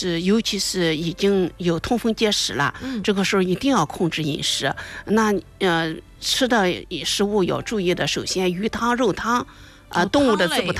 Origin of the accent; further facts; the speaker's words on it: Shandong, China; 因为我们山东人不太喜欢吃橄榄油，是吧？喜欢吃花生油